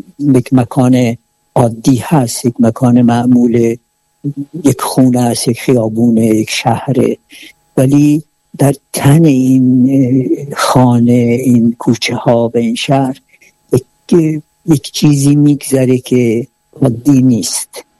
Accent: south, Iran; من خودم جنوبی هستم و همچنان دوست داشتم که از جنوب، از شهرم، زادگاهم، منطقم حرف بزنم

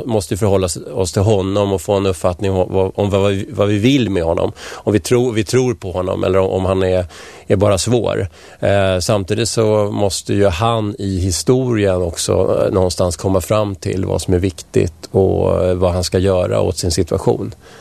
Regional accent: Stockholm, Stockholm County, Sweden; also born or lived in Strängnäs; now in Nacka, Sweden; Jag kommer ju inte härifrån. Jag kom från Vällingby från början och sen har jag bott i stan och jag har bott i Strängnäs då, som sagt. Men vi flyttade hit 2007

